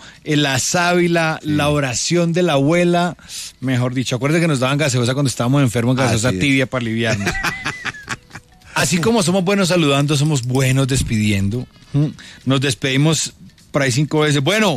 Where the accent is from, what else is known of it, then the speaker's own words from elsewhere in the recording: Colombia; hoy como colombianos debemos sentirnos muy orgullosos de que somos una especie única.